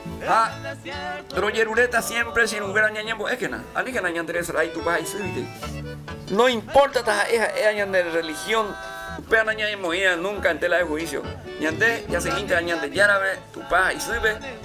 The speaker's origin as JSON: {"language": "Spanish", "country": "Paraguay", "said": "ya de Paraguay, lo que nos identifica como paraguayos, señor."}